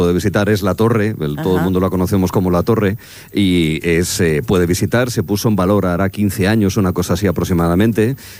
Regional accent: Cantabrian coast, Spain; para los que somos del Cantábrico y esto, la emigración interior de los años 60, 70, de muchísima gente que se fue a trabajar a Madrid, a Cataluña, País Vasco, Asturias también, bueno, pues digamos que yo soy hijo de aquella emigración

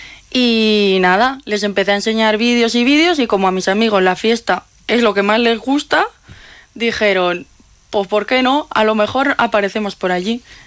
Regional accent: Teruel, Aragon, Spain; soy de Teruel.

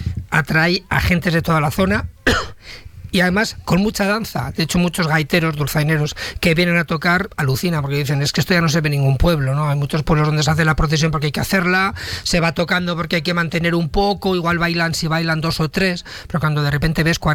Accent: Palazuelos de la Sierra, Castile and León, Spain

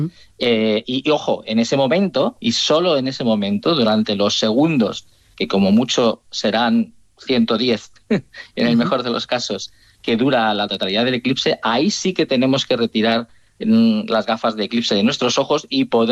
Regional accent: Turmiel, Castilla-La Mancha, Spain

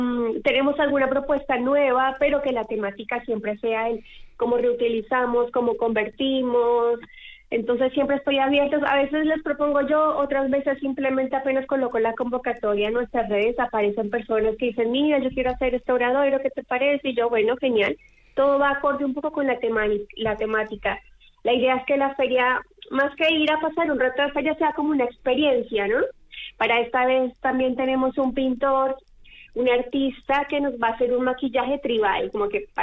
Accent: Colombia; also born or lived in Argentina; now in Galicia, Spain; Yo soy de Colombia, pero viví muchos años en Argentina

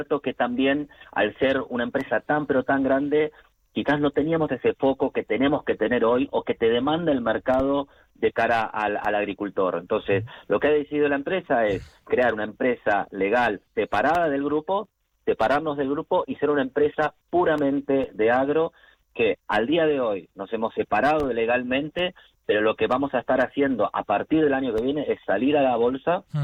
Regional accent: Argentina; now in Spain; como argentino, veo esas diferencias que hay aquí en España

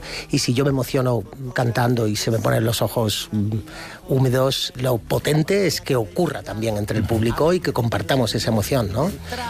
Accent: Málaga, Andalusia, Spain; Soy de Málaga y eso se nota, claro.

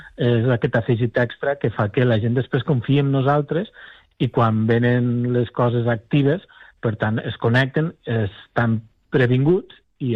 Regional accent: Miralcamp, Catalonia, Spain; moved away as an adult; now in United States; soc de poble, jo soc de Miralcamp, del Pla d'Urgell

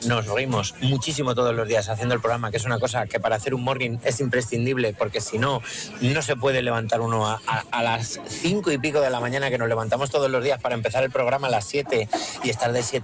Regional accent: Valladolid, Castile and León, Spain; Yo que soy de Valladolid, soy muy de Ribera del Duero

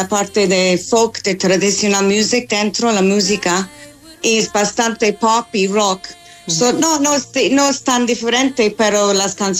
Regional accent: Dundalk, County Louth, Ireland; Spanish is a second language; Pues no, el violín no era una cura en mi pueblo.

